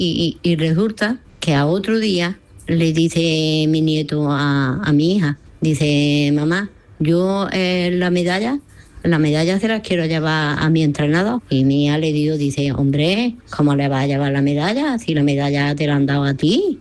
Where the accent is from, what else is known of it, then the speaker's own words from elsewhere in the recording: Granada, Andalusia, Spain; Hola, Manolo. … de Granada.